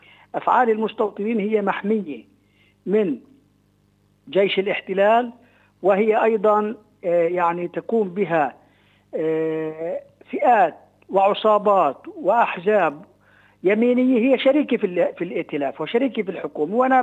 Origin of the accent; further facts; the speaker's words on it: Palestine; نحن كشعب فلسطيني